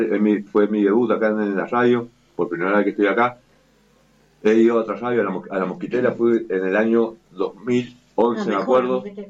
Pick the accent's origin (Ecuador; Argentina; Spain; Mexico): Argentina; y aparte porque somos argentinos, cada país quiere dar su bandera.